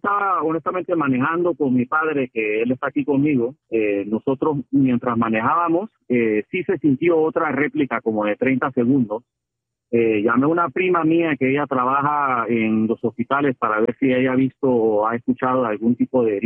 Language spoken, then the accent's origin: Spanish; Panama; Yo he estado, como panameño, yo tengo 50 años, y cuando he vivido aquí